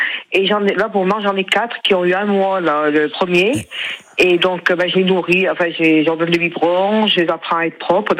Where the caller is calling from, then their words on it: Saint-Étienne, Auvergne-Rhône-Alpes, France; Oui, je suis Saint-Étienne, oui.